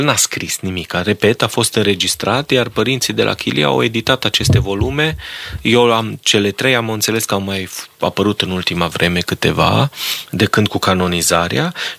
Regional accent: Romania; pentru că eu sunt român și așa mă consider ca un bun român și-mi iubesc neamul

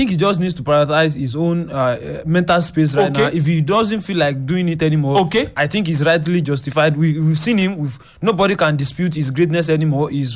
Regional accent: Osun, Nigeria

